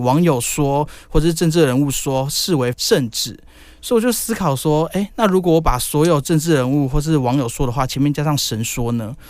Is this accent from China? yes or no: no; Taiwan; 所以它其实是一个讨论我们台湾人民的处境的一个故事。